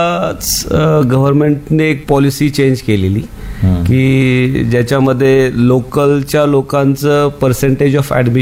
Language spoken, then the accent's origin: Marathi; Maharashtra, India; हा, आमचं मूळ गाव हेच असल्यामुळं नॉर्मली आम्ही येतो, म्हणजे आमचे एक विशेष अटॅचमेंट आहे तेरणा कॉलेजची.